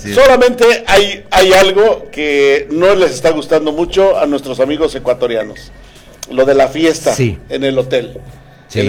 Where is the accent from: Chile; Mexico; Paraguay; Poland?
Mexico; sí nos llega como mexicanos